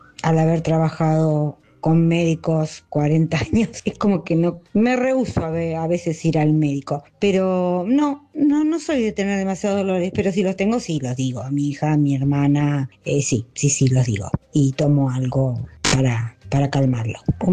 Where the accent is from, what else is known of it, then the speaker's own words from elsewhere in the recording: Mar del Plata, Buenos Aires Province, Argentina; de Mar del Plata.